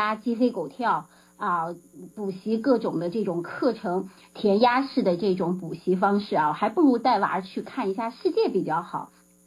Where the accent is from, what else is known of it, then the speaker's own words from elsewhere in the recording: Xinjiang, China; 因为我是新疆人啊，那我是汉族，但是我从小出生和长大在新疆